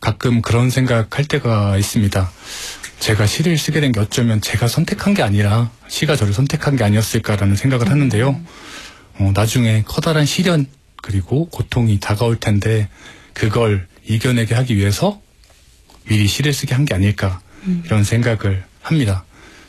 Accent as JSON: {"language": "Korean", "town": "Okcheon", "region": "North Chungcheong", "country": "South Korea", "tie": "born or raised there", "said": "제가 충북 옥천이라는 시골 마을에서 태어나서 20회 정도를 살았는데요."}